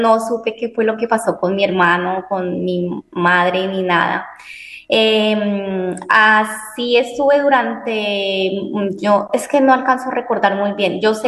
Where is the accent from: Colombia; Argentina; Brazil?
Colombia; now in Spain; Soy de Colombia. En este momento me encuentro en España. Provengo de un pueblo del sur de Colombia. Provengo de una familia campesina.